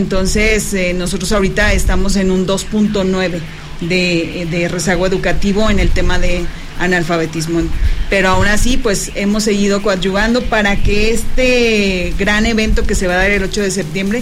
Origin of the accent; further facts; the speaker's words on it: Fresnillo, Zacatecas, Mexico; De Fresnillo, gracias a Dios, Fresnillo.